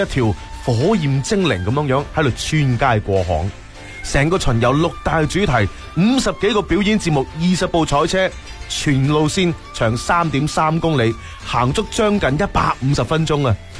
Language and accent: Cantonese; Foshan, Guangdong, China; 已经唔淨止系我哋佛山人自己嘅秋色啦